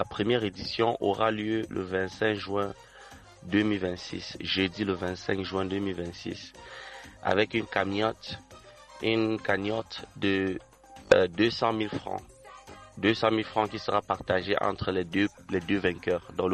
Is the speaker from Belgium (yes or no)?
no; Cameroon; chez nous au Cameroun